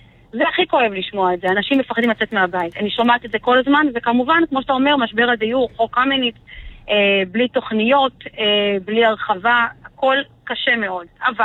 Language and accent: Hebrew; Migdal HaEmek, Northern District, Israel; כשאני גדלתי במגדל העמק, אבא שלי היה מזכיר סניף מפלגת העבודה במגדל העמק, איש של רבין.